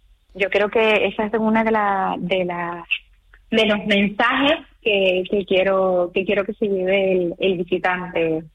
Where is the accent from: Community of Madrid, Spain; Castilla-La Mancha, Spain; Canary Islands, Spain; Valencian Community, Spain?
Canary Islands, Spain